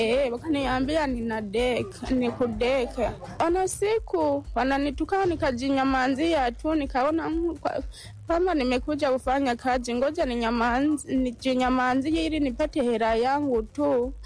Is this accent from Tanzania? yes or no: yes; Kakonko, Kigoma, Tanzania; Wa Kakongo. Kakonko.